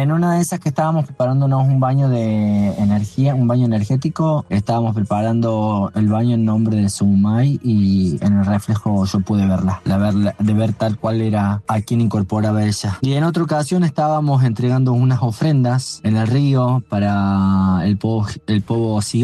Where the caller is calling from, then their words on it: Villa María, Córdoba, Argentina; de Villa María.